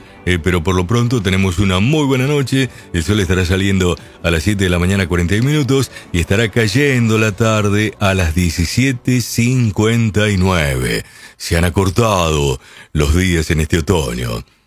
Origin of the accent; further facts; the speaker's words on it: Lincoln, Buenos Aires Province, Argentina; Cuando yo salí del pueblo, yo salí de Lincoln, alguna vez me dijo mi viejo